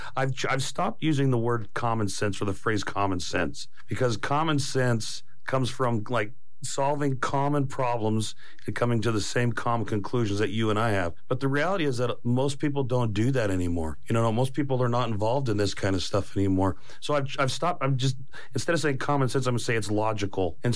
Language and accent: English; Idaho, United States; moved away; Where I grew up in Idaho, we grazed on BLM ground, on state ground, on Forest Service